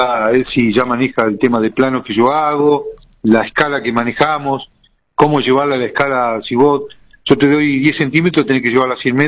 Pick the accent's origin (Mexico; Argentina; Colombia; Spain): Argentina; Neuquén; born there; also born or lived in El Maitén, Chubut, Argentina; soy nacido en el Maitén, Chubut, provincia de Chubut. A ferroviario lo mandan trasladado acá a Neuquén.